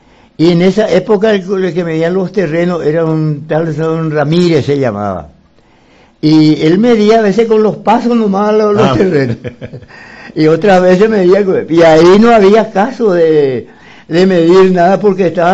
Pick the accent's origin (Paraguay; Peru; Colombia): Paraguay; Asunción; moved away as an adult; now in Pedro Juan Caballero, Paraguay; De Asunción. Yo nací en Asunción, me crié ahí y vine a Pedro Juan.